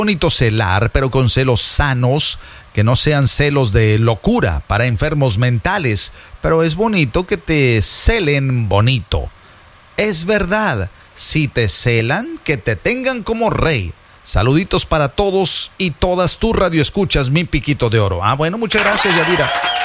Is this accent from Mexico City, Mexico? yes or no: no; Veracruz, Mexico; Yo soy Jarocho.